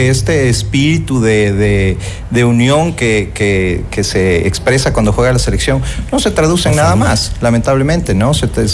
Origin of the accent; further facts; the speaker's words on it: Ecuador; Cuando juega la selección, todos somos de Ecuador